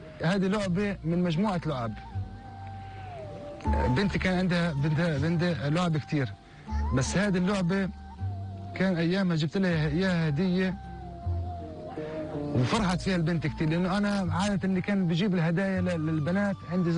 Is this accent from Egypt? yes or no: no; Palestine; هذه الهوية بتعني إن أنا فلسطيني، هذه بلدي